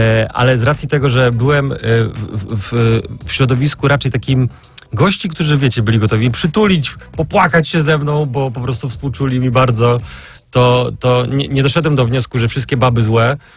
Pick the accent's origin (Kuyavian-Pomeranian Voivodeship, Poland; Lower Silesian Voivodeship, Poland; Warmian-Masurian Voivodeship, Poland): Lower Silesian Voivodeship, Poland; Wałbrzych; now in Warsaw, Poland; bo jestem z Wałbrzycha w ogóle, z mniejszego miasta.